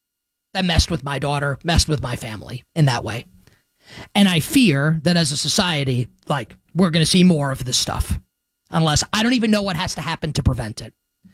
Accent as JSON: {"language": "English", "town": "New York City", "region": "New York", "country": "United States", "tie": "born or raised there", "said": "Growing up in the Northeast, growing up in New York City."}